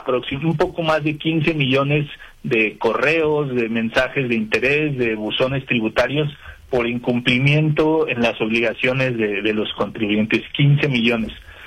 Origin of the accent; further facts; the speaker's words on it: Mexico; exijamos lo que como mexicanos merecemos.